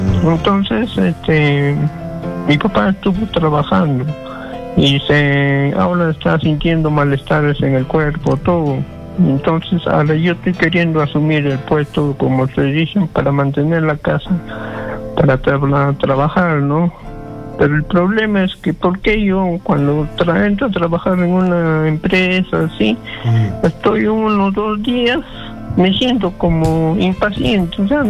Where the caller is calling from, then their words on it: Huancayo, Junín, Peru; de Huancayo.